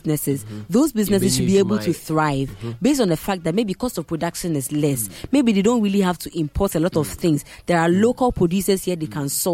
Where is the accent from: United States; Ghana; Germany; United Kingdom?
Ghana; as a Ghanaian